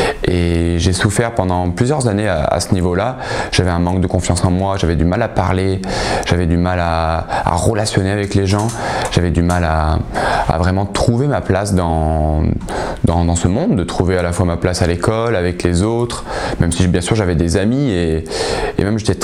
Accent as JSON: {"language": "French", "town": "Oyonnax", "region": "Auvergne-Rhône-Alpes", "country": "France"}